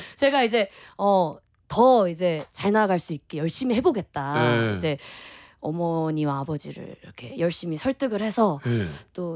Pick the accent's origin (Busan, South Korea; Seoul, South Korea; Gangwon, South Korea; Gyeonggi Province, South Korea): Gyeonggi Province, South Korea; Anyang; 또 경기 제가 안양 출신이거든요.